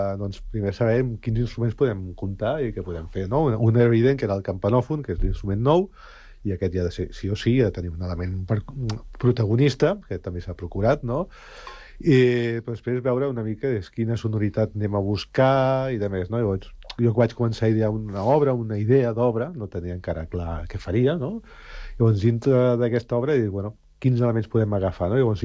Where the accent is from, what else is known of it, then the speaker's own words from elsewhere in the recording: Sant Cugat, Catalonia, Spain; jo soc nascut a Sant Cugat, actualment ja no hi visc a Sant Cugat, però soc nascut aquí i he viscut 41 anys a Sant Cugat.